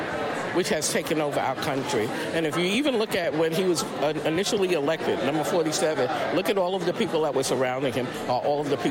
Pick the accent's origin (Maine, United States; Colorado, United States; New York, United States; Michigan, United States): New York, United States; now in California, United States; Well, look at I'm from New York, right? But I'm living here in California.